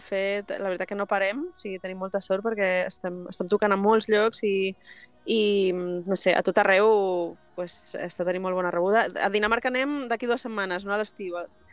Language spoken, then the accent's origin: Catalan; Ibiza, Balearic Islands, Spain; O sigui, jo sóc eivissenca, però no tenia família d'allà